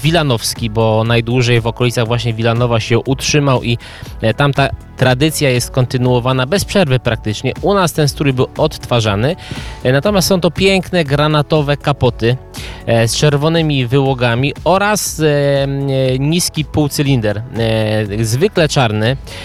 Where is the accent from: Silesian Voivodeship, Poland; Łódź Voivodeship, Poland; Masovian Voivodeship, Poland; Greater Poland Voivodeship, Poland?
Masovian Voivodeship, Poland